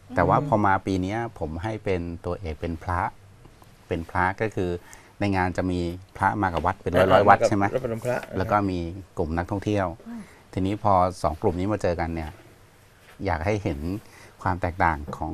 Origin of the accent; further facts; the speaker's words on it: Surat Thani, Thailand; ผมก็เป็นคนสุราษฎร์เนี่ยครับแล้วก็เรียนที่นี่โตที่นี่แล้วก็ทำงานที่นี่ครับ